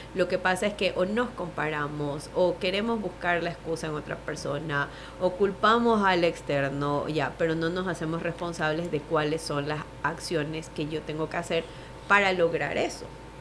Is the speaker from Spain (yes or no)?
no; Ecuador; para quienes somos de Ecuador.